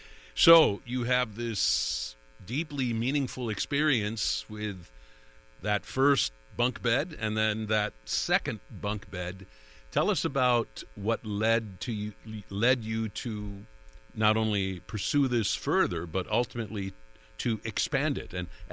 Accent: Iowa, United States; I grew up in a town in Iowa, a couple of them, not a whole lot bigger than yours

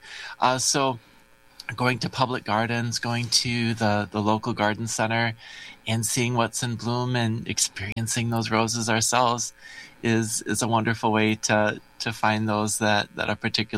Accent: West Bend, Wisconsin, United States; I grew up in West Bend, just a little bit away from you there in Port.

